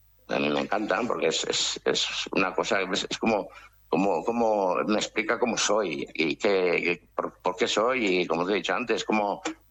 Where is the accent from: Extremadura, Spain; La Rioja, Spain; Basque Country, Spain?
Basque Country, Spain; Oiartzun; yo no estoy en el barrio, no estoy en el pueblo, yo soy de Oyarzún.